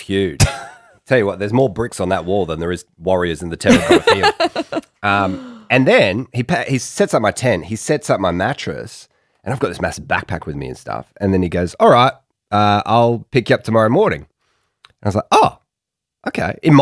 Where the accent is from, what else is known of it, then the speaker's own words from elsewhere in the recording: Australia; I'm 36 from Australia.